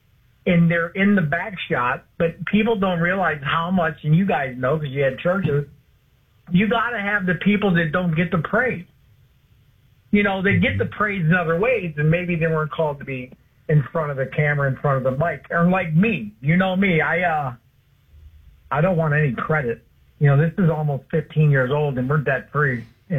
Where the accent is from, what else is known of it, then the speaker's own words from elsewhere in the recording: Detroit, Michigan, United States; I grew up in Detroit.